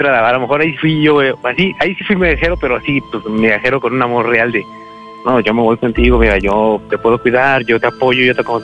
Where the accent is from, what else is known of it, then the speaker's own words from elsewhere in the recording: Mexico City, Mexico; now in Veracruz, Mexico; Bueno, soy nativo de la Ciudad de México, pero ando viviendo por acá.